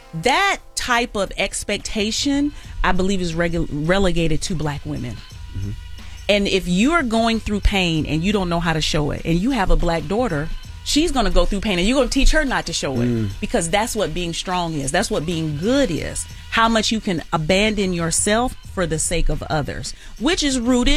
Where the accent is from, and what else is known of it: Bible Belt, United States; born or raised there